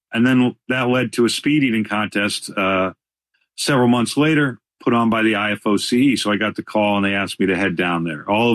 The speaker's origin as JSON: {"language": "English", "town": "Boston", "region": "Massachusetts", "country": "United States", "said": "I'm from Boston, my hometown Patriots were playing."}